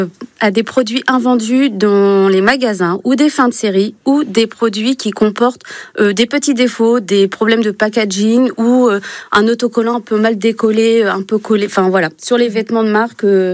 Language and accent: French; Méobecq, Centre-Val de Loire, France; Moi, à Méobecq, parce que je suis originaire de Méobecq, on n'a que des personnes âgées qui se déplacent pas.